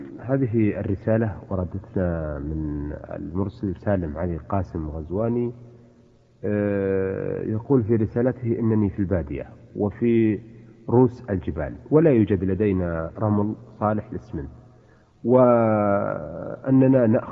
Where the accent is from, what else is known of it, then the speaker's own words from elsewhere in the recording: Riyadh, Riyadh Province, Saudi Arabia; عندنا في الرياض